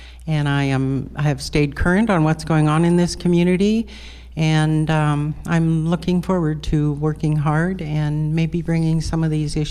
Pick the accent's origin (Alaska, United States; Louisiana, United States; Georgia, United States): Alaska, United States; Haines; also born or lived in Skagway; Haines has always been my home. I was born in Skagway and was back in Haines the next day. And I plan for Haines to always be my home.